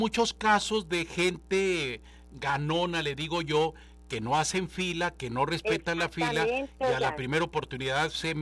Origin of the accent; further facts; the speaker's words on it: Nogales, Sonora, Mexico; los que somos de aquí